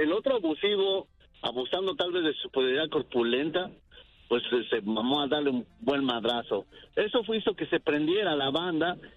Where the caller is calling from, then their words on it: Phoenix, Arizona, United States; De aquí de Phoenix, Arizona.